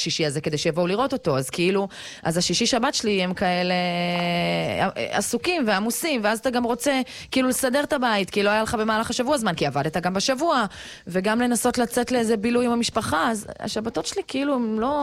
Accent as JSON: {"language": "Hebrew", "town": "Jerusalem", "region": "Jerusalem District", "country": "Israel", "tie": "born or raised there", "said": "ככה היה לי בילדות שלי בירושלים."}